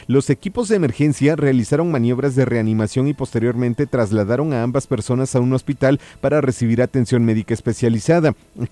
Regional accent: Mexico; cómo nos vamos a comportar como mexicanos

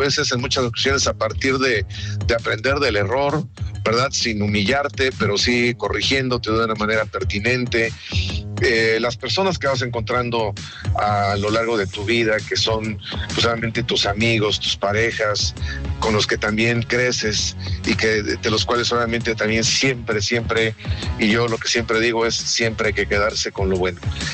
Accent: Mexico City, Mexico; Yo crecí en un vecindario en la Ciudad de México

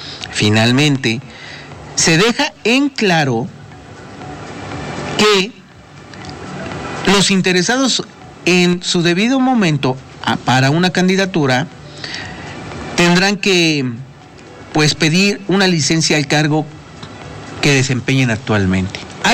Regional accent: Puebla, Mexico; nosotros como poblanos tenemos que elegir diputados federales, locales y presidentes municipales.

